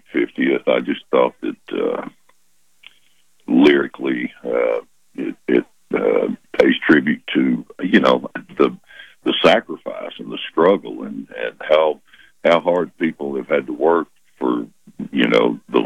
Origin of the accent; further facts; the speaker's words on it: Louisiana, United States; I live about 50 miles from Shreveport